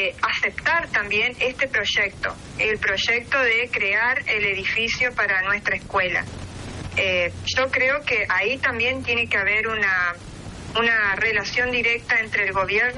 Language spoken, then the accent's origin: Spanish; Vera, Santa Fe, Argentina; Yo soy de Vera, ajá, ni siquiera soy de Reconquista.